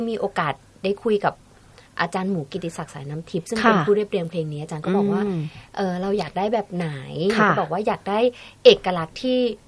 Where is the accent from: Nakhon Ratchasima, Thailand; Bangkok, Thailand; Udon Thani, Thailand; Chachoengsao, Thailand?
Nakhon Ratchasima, Thailand; เกิดและโตที่โคราชเลย